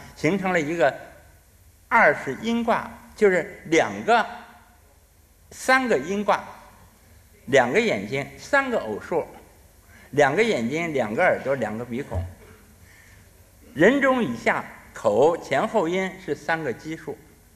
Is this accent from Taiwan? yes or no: no; China